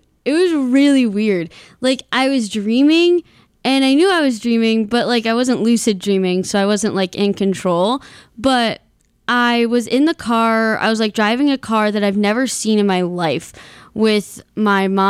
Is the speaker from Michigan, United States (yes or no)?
yes; Michigan, United States; moved away; me and my boyfriend are going up north to my hometown. So, like, not up north, but up north, Lower Peninsula, not the UP.